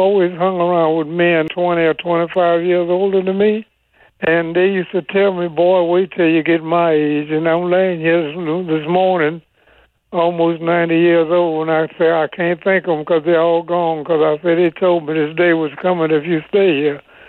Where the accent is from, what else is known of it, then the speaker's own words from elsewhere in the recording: Louisiana, United States; You know, I'm from Louisiana.